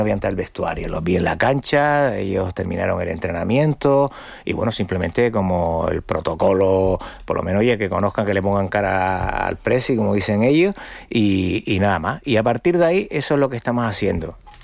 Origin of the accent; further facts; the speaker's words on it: Las Palmas de Gran Canaria, Canary Islands, Spain; born there; para los que venimos del barrio de Cruz de Piedra ahí enfrente